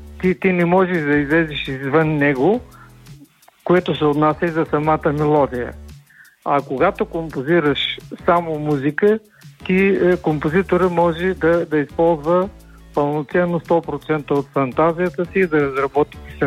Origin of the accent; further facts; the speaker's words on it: Yambol, Yambol Province, Bulgaria; да, това беше единственият експрес, който пътуваше от София до Ямбол, Ямбол – София, а моя роден град е Ямбол.